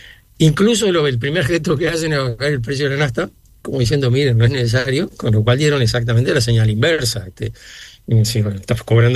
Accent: Uruguay; soy uruguayo.

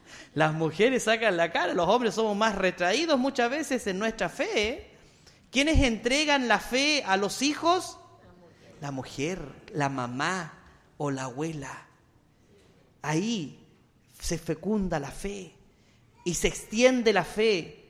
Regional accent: Andacollo, Coquimbo, Chile; moved away as an adult; also born or lived in Limache; now in Cabildo, Chile; Soy sacerdote andacollino.

